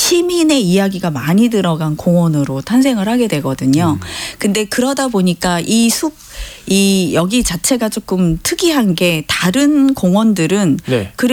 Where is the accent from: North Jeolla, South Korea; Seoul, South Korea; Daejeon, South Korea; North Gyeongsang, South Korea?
Seoul, South Korea; 저는 서울 사람이라 그 잘 알거든요.